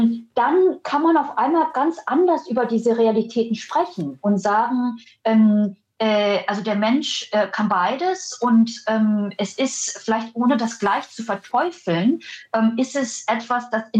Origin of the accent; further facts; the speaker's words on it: Germany; ich bin auch in Deutschland aufgewachsen, quasi kurz nach dem Mauerfall.